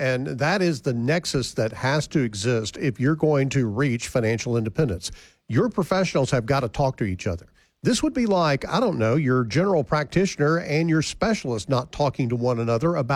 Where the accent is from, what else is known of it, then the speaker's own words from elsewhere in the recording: El Dorado, United States; my hometown of El Dorado.